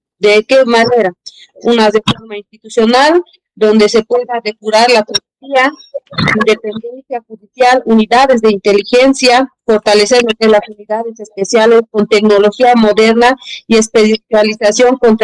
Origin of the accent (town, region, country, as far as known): Bolivia